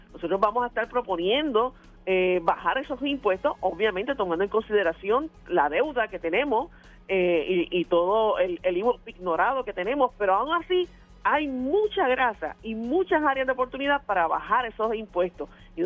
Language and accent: Spanish; Puerto Rico; cada vez más somos víctimas los puertorriqueños